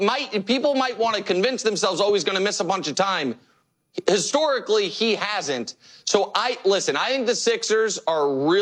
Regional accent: Kansas City, United States; I'm from Kansas City.

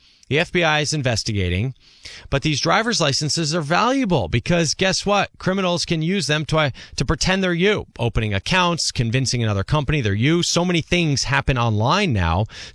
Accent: New Jersey, United States; I could see them from my street where I grew up in New Jersey.

